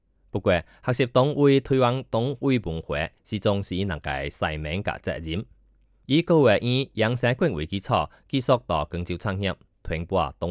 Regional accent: Taiwan; 毕竟我来自台湾，动超实践领域相对有兴趣

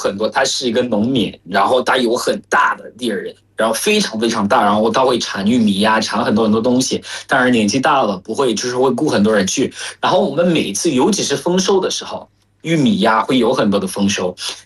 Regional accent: Yaoundé, Centre, Cameroon; Chinese is a second language; moved away; 在喀麦隆，像在我的老家，我虽然没怎么去过那儿，因为我一直在首都，但是我觉得在我老家，我记得我小时候我爸带我去的很多次

